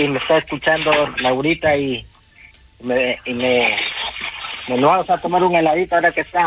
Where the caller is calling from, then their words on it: Colombia; yo soy colombiano, 100%.